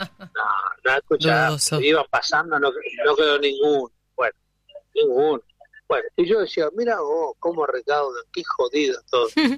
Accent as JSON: {"language": "Spanish", "region": "Tierra del Fuego", "country": "Argentina", "tie": "born or raised there", "said": "Me enteré hoy, yo de chico estaba en Tierra del Fuego"}